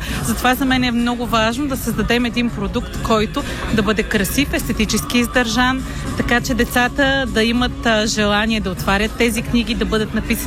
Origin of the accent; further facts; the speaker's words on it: Sofia, Sofia City, Bulgaria; born there; also born or lived in Troyan; Аз съм родена в Троян. Троянския Балкан. Така че определено нося силата на Балкана със себе си. Живея в София. Целият си живот почти съм прекарала в този град.